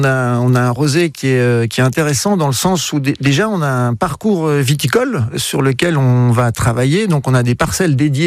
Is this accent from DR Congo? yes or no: no; Bourgogne-Franche-Comté, France; born there; moved away as an adult; also born or lived in Loire Valley / Beaune / Dijon; now in Champagne, France; Je suis champenois d'adoption. Je suis né en Bourgogne. J'ai fait mes études en Bourgogne, à Beaune et à Dijon, dans le vin.